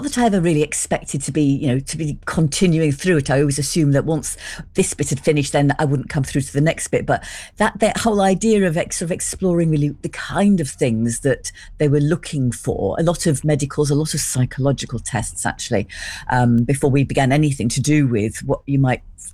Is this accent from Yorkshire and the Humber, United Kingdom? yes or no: yes; Sheffield, Yorkshire and the Humber, United Kingdom; I grew up in Sheffield.